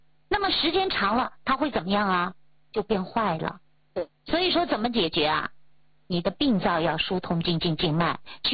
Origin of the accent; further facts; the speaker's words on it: China; 我们中国人